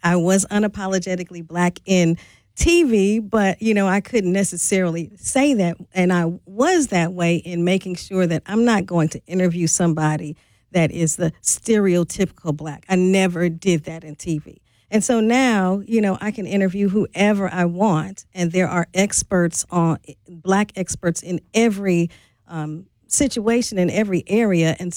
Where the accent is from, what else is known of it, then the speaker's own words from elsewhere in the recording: St. Louis, Missouri, United States; moved away as an adult; now in Milwaukee, United States; So I grew up in St. Louis, went to the University of Missouri Columbia